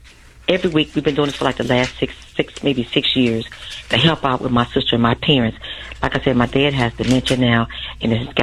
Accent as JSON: {"language": "English", "town": "Chicago", "region": "Illinois", "country": "United States", "tie": "born or raised there", "said": "We grew up in the LeClaire Courts, where everybody, it's a project, where everybody basically worked."}